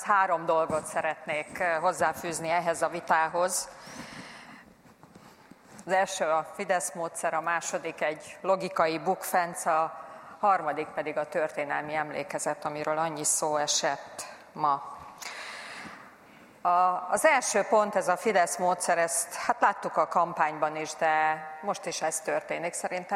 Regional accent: Hungary; És szerintem mindannyian így vagyunk, akik magyarnak érezzük magunkat, magyarok vagyunk, tiszteljük azt, ami ahonnan jövünk.

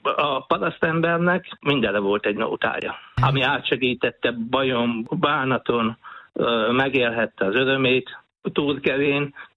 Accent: Hungary; born there; Túl kevén születtem, és itt kezdődött.

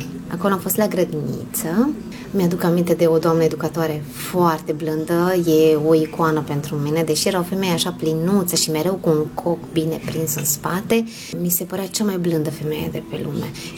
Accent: Romania; moved away as an adult; now in Szeged, Hungary; sunt româncă, născută în România și acolo am finalizat și învățământul și am ajuns în Ungaria

